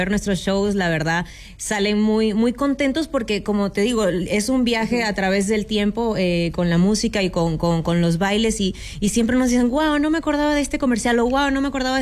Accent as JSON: {"language": "Spanish", "country": "Venezuela", "said": "Yo, por ejemplo, soy venezolana"}